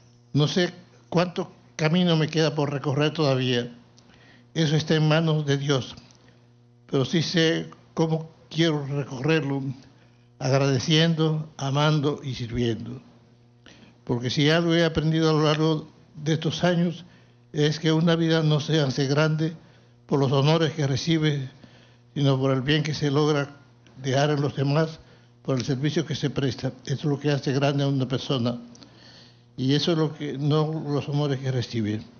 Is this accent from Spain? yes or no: no; Dominican Republic